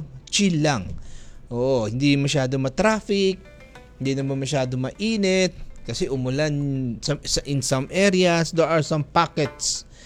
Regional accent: Iligan, Northern Mindanao, Philippines; diyan sa amin sa Mindanao. Sa Iligan technically

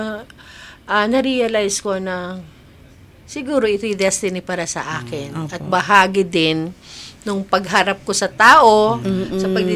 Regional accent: Catanauan, Calabarzon, Philippines; ako po ay taga Tubong Katanawan, Quezon. Yeah. Ako po ay agdanganin.

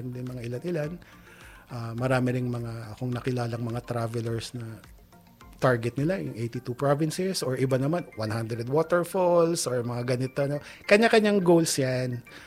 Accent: Luzon, Philippines; sa amin sa Luzon

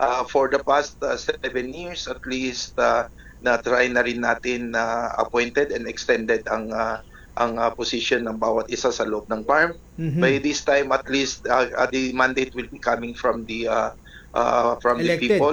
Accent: Bangsamoro Autonomous Region in Muslim Mindanao, Philippines; sa amin sa Bangsamoro

